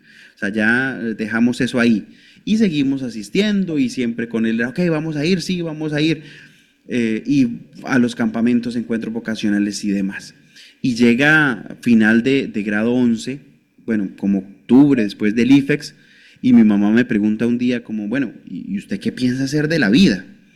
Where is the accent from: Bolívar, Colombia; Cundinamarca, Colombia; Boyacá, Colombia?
Cundinamarca, Colombia; Gachetá; also born or lived in Bogotá; Yo soy, aunque nací en Bogotá, pero crecí en un municipio de Cundinamarca que se llama Gachetá.